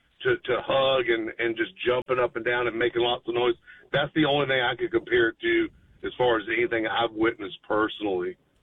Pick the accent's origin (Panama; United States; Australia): United States; Columbia, South Carolina; I've got a couple degrees from South Carolina. I'm from Columbia.